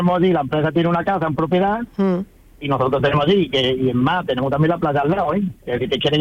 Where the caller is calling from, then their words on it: Fuentes de Andalucía, Andalusia, Spain; Yo vivo en Fuente de Andalucía